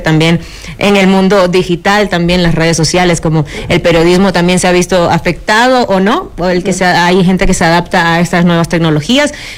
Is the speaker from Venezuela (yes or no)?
yes; Venezuela